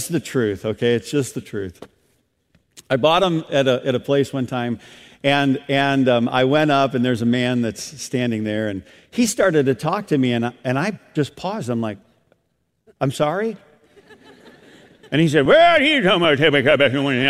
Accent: the North, United States; moved away; Now, I grew up in the North, okay, where we speak much more proper English, okay?

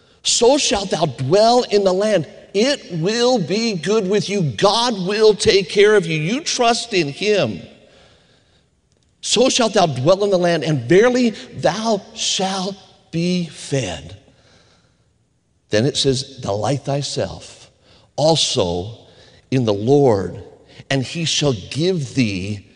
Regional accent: Las Vegas, Nevada, United States; I grew up in Las Vegas, Nevada, the most boring city in America for a kid

